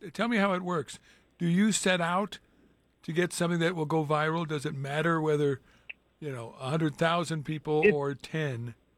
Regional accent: Kansas City, United States; now in Las Vegas, United States; we grew up in Kansas City, and we reconnected here in Vegas

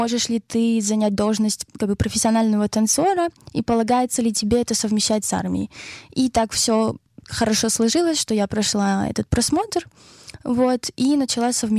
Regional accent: Kyiv, Ukraine; now in Israel; Я из Украины, из Киева. Я танцовщица.

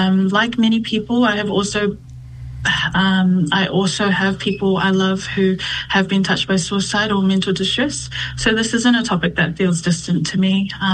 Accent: Auckland, New Zealand; born there; I am a second-generation Aotearoa-born Samoan. I am from the villages of Lanomanu, Asanga, Vaimoso, Sapunawa, and my favorite village of them all, South Auckland.

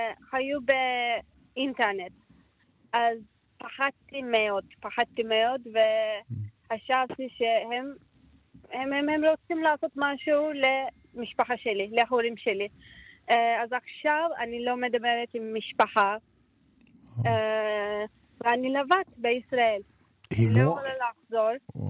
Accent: Turkey; Hebrew is a second language; moved away as an adult; now in Jerusalem, Israel; אני לא יכולה לחזור למדינה שלי.

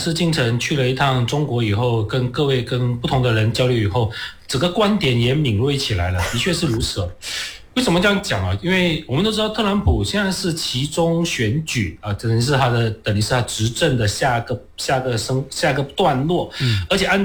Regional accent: Malaysia; 这涉及到我们马来西亚华人在当下的族群局势跟族群政治的这样的一种考量。

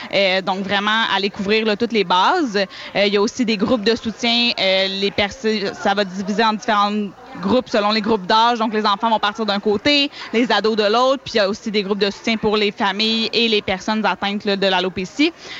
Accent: Quebec, Canada

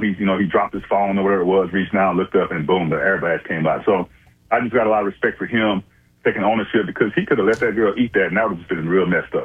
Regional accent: Houston, Texas, United States; moved away; I am a Houston area native, Harris County native, and I grew up an Oilers fan.

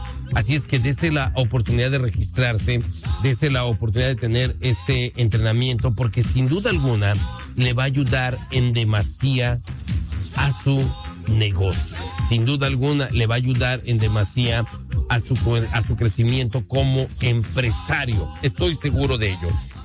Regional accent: Mexico; now in Nebraska, United States; de los hispanos que vivimos aquí en Nebraska, y en el caso del consulado que también atiende Iowa, somos mexicanos.

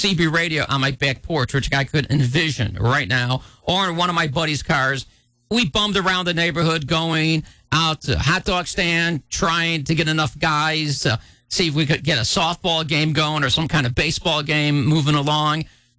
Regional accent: Chicago, Illinois, United States; my hometown of Chicago

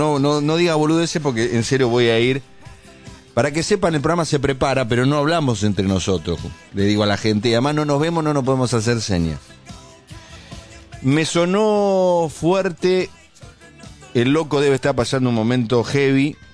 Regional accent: Argentina; No, pará, pero no, yo me siento argentino, yo quiero que gane la selección.

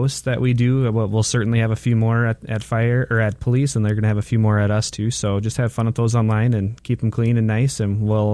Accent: Windom, Minnesota, United States; moved away; Windham, Minnesota, my hometown

